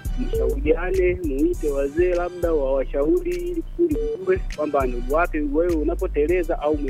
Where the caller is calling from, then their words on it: Tanzania; napatikana Mawala moja hiyo.